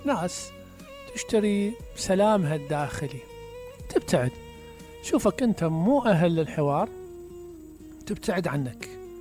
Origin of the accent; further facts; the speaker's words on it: Iraq; إحنا كعراقيين